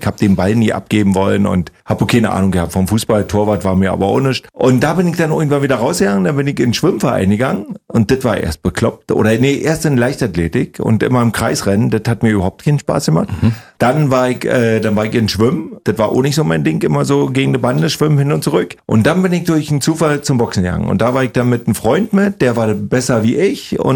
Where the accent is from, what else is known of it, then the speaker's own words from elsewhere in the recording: Briesen, Brandenburg, Germany; also born or lived in Bad Saarow / Fürstenwalde; Ich bin ja in Bad Saarow geboren, dann in Briesen sozusagen groß geworden. Das ist gleich so ein Dorf daneben.